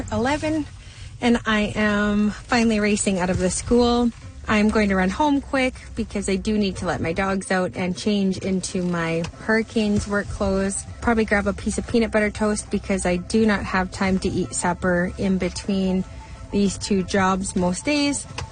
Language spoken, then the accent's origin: English; Lethbridge, Alberta, Canada; I am from Lethbridge, Alberta.